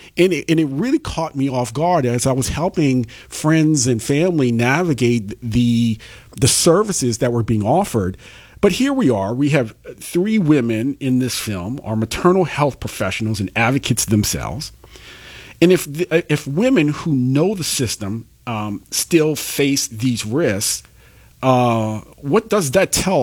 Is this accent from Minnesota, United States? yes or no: no; New Orleans, Louisiana, United States; moved away as an adult; now in Chicago, United States; I'm originally from New Orleans and have been living here in Chicago for now for almost 30 years now.